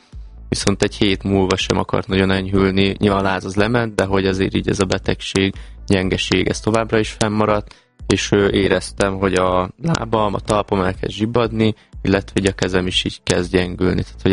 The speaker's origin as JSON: {"language": "Hungarian", "town": "Nagyváty", "region": "Baranya", "country": "Hungary", "tie": "born or raised there", "said": "ugye a apukám maradt otthon a bátyámmal ugye Pécs mellett, Nagyvátyon, ugye a szülőfalumba"}